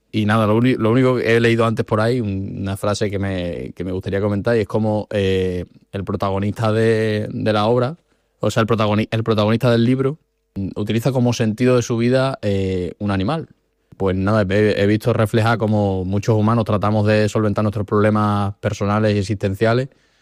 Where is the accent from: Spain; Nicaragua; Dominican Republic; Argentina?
Spain; Montijo, Extremadura; moved away; Yo soy de Extremadura.